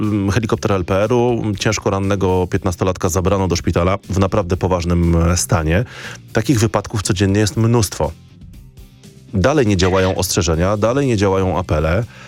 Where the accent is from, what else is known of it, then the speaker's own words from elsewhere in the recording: Wieliczka, Lesser Poland, Poland; w okolicach Wieliczki, mojego rodzinnego miasta